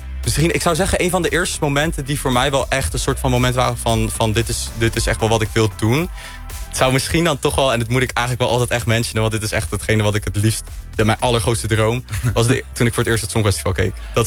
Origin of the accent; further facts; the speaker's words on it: Leimuiden, South Holland, Netherlands; Ik kom uit Leimuiden. Dat niet te verwarren met IJmuiden. Maar het is gewoon een klein dorpje. Het ligt een beetje boven Alphen aan de Rijn onder Schiphol.